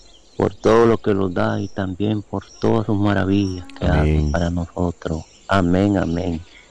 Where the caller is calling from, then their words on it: El Castillo, Río San Juan, Nicaragua; Estamos escuchando los mañaneros desde aquí de El Castillo, Nicaragua.